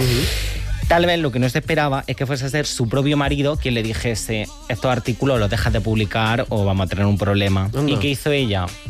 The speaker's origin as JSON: {"language": "Spanish", "town": "Almería", "region": "Andalusia", "country": "Spain", "said": "el episodio que se ambienta en mi tierra, en Almería."}